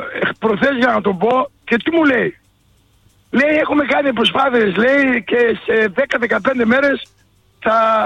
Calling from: Thessaloniki, Central Macedonia, Greece; Είμαι ο Αρτοποιός από το Βαρδάρι

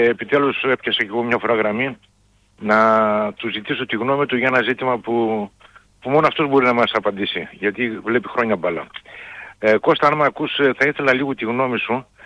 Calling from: Leros, South Aegean, Greece; Είμαι από Λέρες

